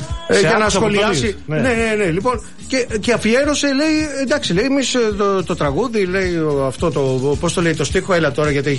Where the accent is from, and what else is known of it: Molaoi, Peloponnese, Greece; born or raised there